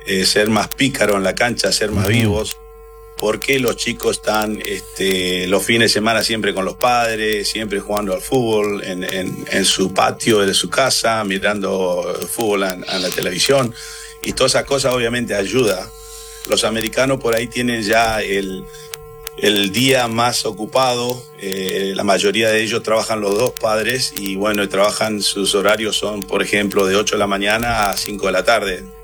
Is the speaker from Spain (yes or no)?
no; Saladas, Corrientes, Argentina; now in United States; Yo soy oriundo de Saladas.